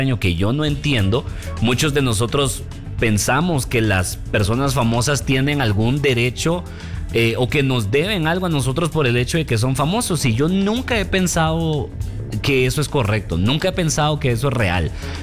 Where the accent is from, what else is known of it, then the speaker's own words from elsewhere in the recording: Guatemala; soy guatemalteco